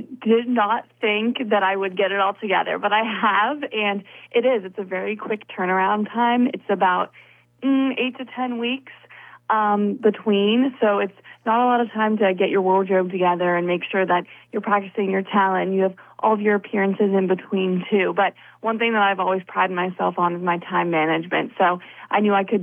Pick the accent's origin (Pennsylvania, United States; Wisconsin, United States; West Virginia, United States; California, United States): West Virginia, United States; Wheeling; I'm from Wheeling, so that's where we had it.